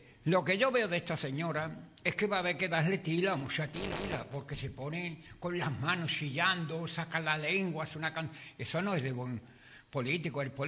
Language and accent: Spanish; Spain; España, me duele mi tierra, porque ya yo tengo muchos años y veo que en la actualidad no vivimos como en una democracia.